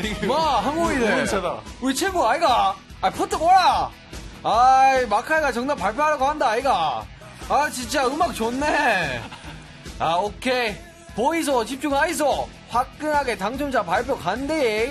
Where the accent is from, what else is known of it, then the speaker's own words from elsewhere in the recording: Busan, South Korea; 오늘은 제가 어릴 적 살았던 제 2의 고향이자 … 의 콘서트가 열리는 곳 부산. 부산 사투리로 소개해 보겠습니다.